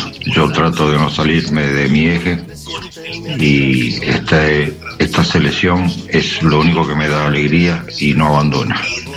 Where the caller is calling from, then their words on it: Quilmes, Buenos Aires Province, Argentina; de Quilmes.